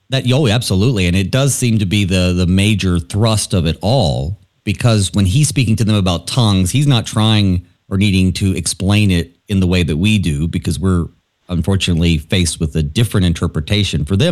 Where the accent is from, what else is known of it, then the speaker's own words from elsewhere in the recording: the South, United States; having grown up outside of the Lutheran church down south